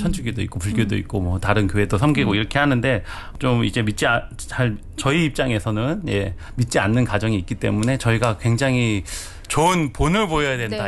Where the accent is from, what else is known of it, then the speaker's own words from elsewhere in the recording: Busan, South Korea; born there; moved away; 제가 본가는 부산에 있거든요.